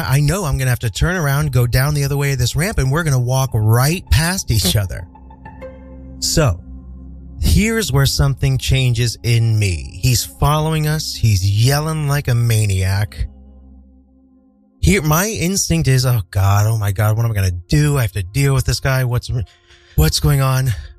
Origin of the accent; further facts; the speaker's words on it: Midwest, United States; moved away; I am a Midwesterner at heart.